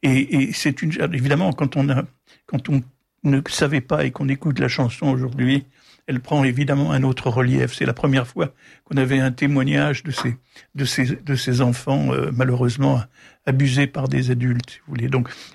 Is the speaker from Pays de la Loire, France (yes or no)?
no; Paris, Île-de-France, France; je suis parisien, je veux quand même retrouver ma famille à Paris.